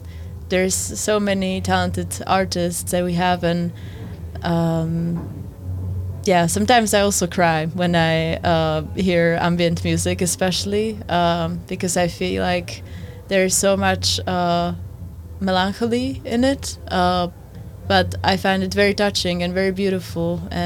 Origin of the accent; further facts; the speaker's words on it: Bratislava, Bratislava Region, Slovakia; At some point, I visited Bratislava, my hometown, and I went to some music events there.